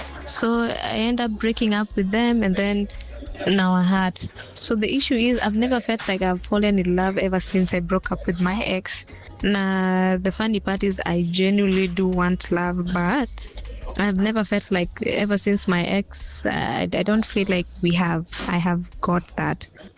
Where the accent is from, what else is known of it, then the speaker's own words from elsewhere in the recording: Rongai, Kenya; I'm 20 years and I'm from Rongai.